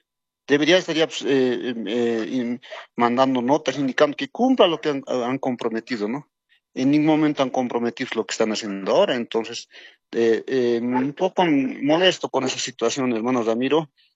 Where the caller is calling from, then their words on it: El Alto, La Paz, Bolivia; desde la Ciudad del Alto